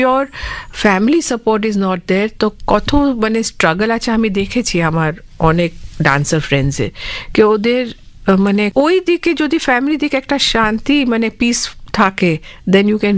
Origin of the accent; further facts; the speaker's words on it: Kolkata, West Bengal, India; born there; also born or lived in Indore, Madhya Pradesh; আমি খুবই ছোট ছিলাম, আমার জন্ম হয়েছে ইন্দোর, মধ্যপ্রদেশ। আমার মা ওখান থেকে এসেছেন, তো খুব ছোট ছিলাম যখন মা আমাকে এখানে নিয়ে এসেছে। আর আমরা, আমার বাবা তো, আমার গ্র্যান্ডফাদার, আমার পুরো ফ্যামিলি অনেক আগে এসেছিলেন কলকাতায়। তো আমরা প্রথম থেকে অনেক বছর থেকে কলকাতায় সেটেলড